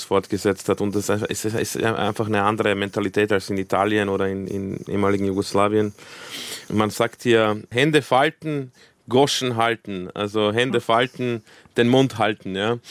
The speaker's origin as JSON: {"language": "German", "region": "Vienna", "country": "Austria", "tie": "born or raised there", "second_language": "German", "said": "Meine Jugend und in Wiener Parks verbracht."}